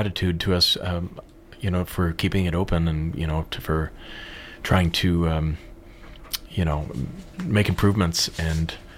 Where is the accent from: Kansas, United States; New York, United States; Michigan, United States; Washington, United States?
Kansas, United States; Topeka; now in Columbia, United States; I'm from Kansas originally, Topeka, Kansas.